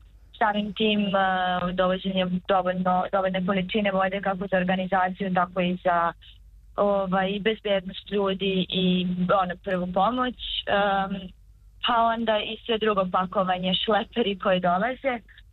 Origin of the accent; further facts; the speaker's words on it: Mladenovac, Belgrade, Serbia; jer je Kosmaj planina pored Mladenovca, mi smo iz Mladenovca i htjeli smo da Kosmaj približimo ljudima koji ga ranije nisu vidjeli